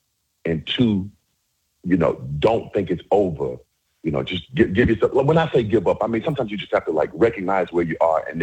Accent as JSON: {"language": "English", "region": "Alabama", "country": "United States", "said": "I go, I'm from Alabama. They go, Alabama. They say it that way every time. Alabama."}